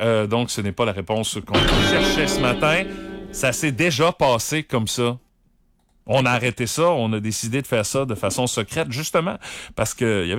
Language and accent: French; Quebec, Canada